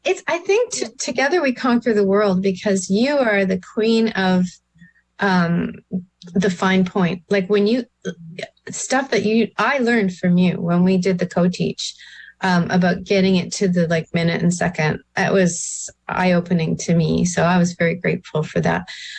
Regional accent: Canada; we have as Canadian astrologers.

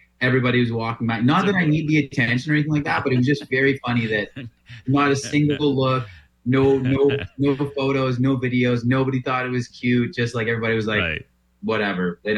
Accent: Lethbridge, Alberta, Canada; moved away as an adult; also born or lived in Winnipeg / Coaldale / Calgary; now in Coquitlam, Canada; So I think I was like 8 years old, and we moved to Alberta. So pretty much grew up in like southern Alberta. Okay. I don't know if you know a small town like Lethbridge.

